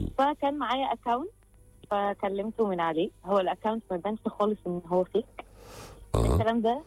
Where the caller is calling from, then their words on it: Cairo, Cairo Governorate, Egypt; وانا من القاهره.